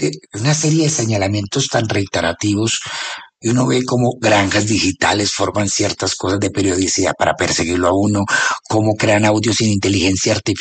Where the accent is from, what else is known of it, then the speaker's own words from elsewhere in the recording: Colombia; Yo también me pregunto eso como colombiano.